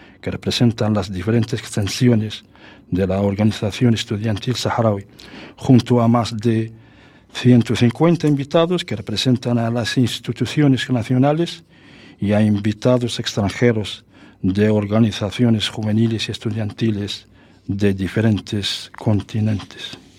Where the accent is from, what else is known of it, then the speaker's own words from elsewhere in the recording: Germany; Soy de Alemania.